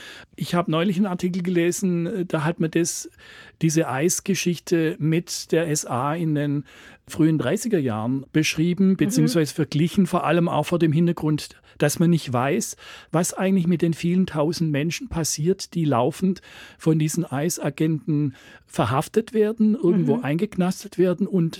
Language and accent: German; Germany; als Deutscher